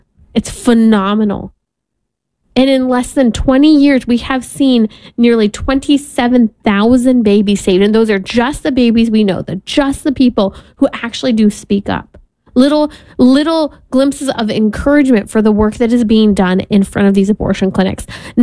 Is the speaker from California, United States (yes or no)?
yes; California, United States; especially my home state of California